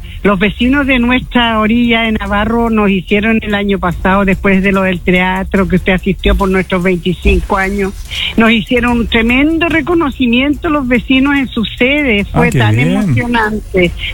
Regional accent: Chile; todos somos chilenos.

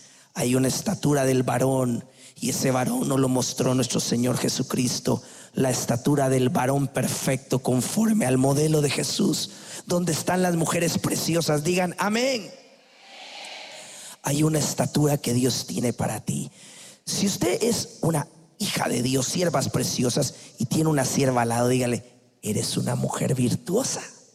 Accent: Guatemala; Como decimos en mi país, Guatemala

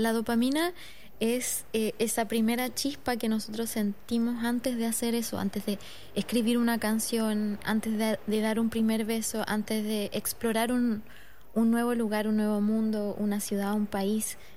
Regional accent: Valdivia, Los Ríos, Chile; ir con … a Valdivia a grabar el videoclip. Lo pasamos muy bien en mi ciudad natal, y también quería como encontrar la excusa perfecta para nombrar mi ciudad natal y contar de dónde vengo.

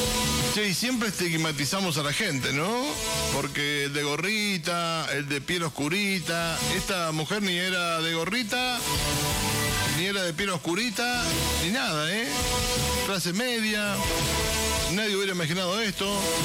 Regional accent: Argentina; Y somos así los argentinos, ¿no? Ah, somos. La idiosincrasia de la Argentina, ¿eh?

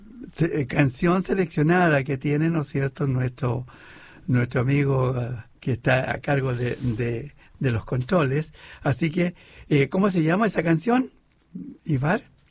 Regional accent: Chile; porque somos chilenos, somos hermanos todos

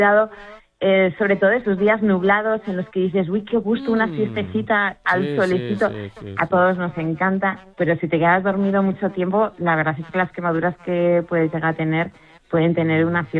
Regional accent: Spain; Pues mira, lo que pasa es que somos españoles, entonces la mañana pues empieza tarde para nosotros

